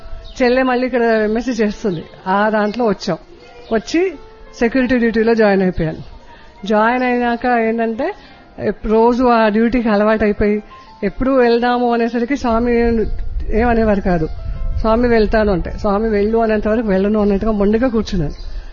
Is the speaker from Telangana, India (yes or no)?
yes; Hyderabad, Telangana, India; నేను హైదరాబాద్ నుండి వచ్చాను.